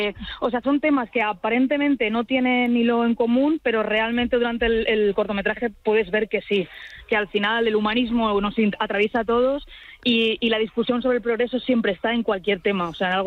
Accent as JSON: {"language": "Spanish", "town": "Valencia", "region": "Valencian Community", "country": "Spain", "said": "yo soy de Valencia, entonces estrenar y jugar en casa siempre es una maravilla."}